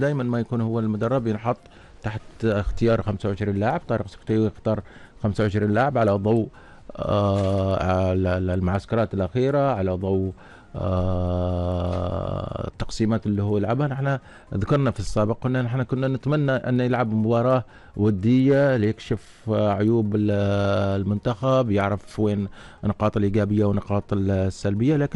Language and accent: Arabic; Oman; بالنسبة للعمانيين هي البطولة اللي نوعا ما تعمل فرحة للجمهور